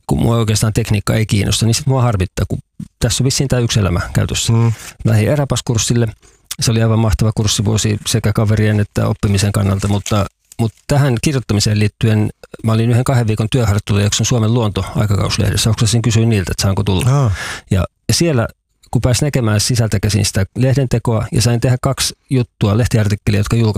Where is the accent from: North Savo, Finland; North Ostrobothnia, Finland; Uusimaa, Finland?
Uusimaa, Finland; Vantaa; now in Kainuu, Finland